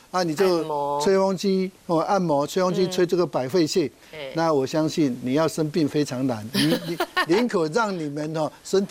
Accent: Taiwan; 我们台湾人

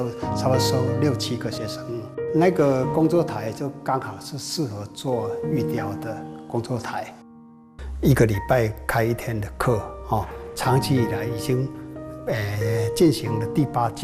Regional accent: Nantou County, Taiwan; 我是南投民间出生的，所以那个土地的小时候的记忆全部都留在我的生涯里面，所以我一直很爱台湾这块土地，就是当然南投是我的出生地，我非常依恋这块土地的。

